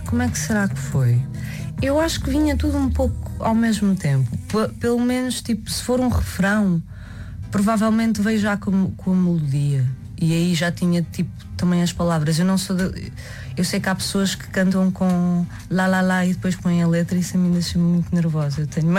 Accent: Caldas da Rainha, Centro, Portugal; moved away as an adult; also born or lived in Lisbon; sou alfacinha de nascença, tipo, eu só vim nascer cá. Não tenho mesmo... Então, eu cresci nas Caldas até aos 18 anos.

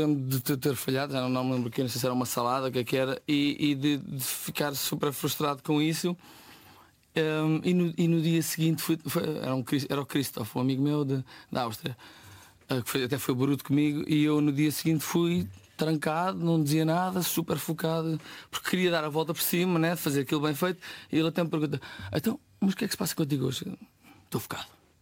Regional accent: Ribamar, Lisbon, Portugal; Olha, eu sou de Ribamar de Lourinhã, no Oeste

